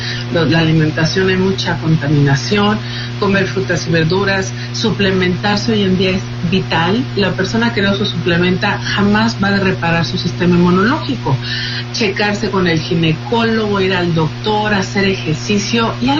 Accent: Mexico; decidí venirla a presentar a México, pues porque soy mexicana

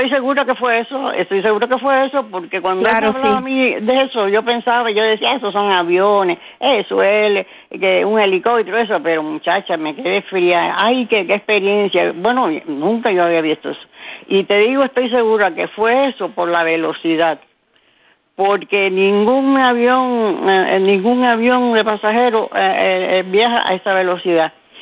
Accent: Cuba; moved away; yo desde que llegué de Cuba, cuando fui allá a Nueva York, que trabajé en una factoría, habían peruanos

